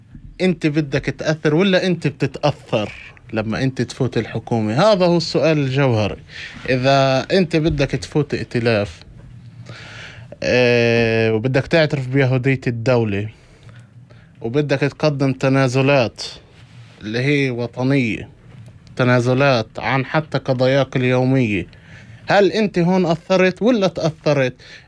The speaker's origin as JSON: {"language": "Arabic", "country": "Palestine", "said": "هذا حق إلنا كفلسطينيين موجودين هون في البلاد"}